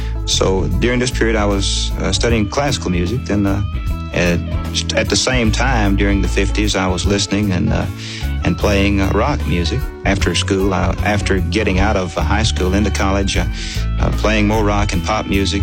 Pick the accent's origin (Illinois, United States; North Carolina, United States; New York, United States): North Carolina, United States; Robbinsville; I grew up in the Smoky Mountains of Western North Carolina in Robbinsville, right up against Knoxville, Tennessee, on country and bluegrass, hillbilly.